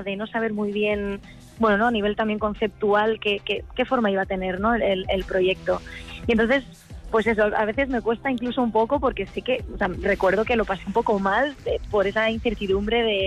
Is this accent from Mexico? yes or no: no; Spain; first language Catalan; Spanish is a second language; evidentemente es mi lengua materna, y fue como instantáneo el momento en el que dije, vale, esto va a ser en catalán, sí o sí.